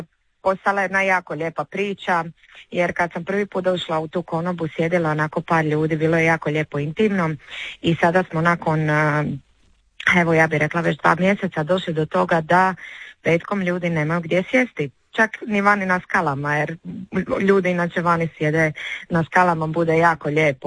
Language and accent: Croatian; Split, Split-Dalmatia County, Croatia; Pa, ja sam iz Splita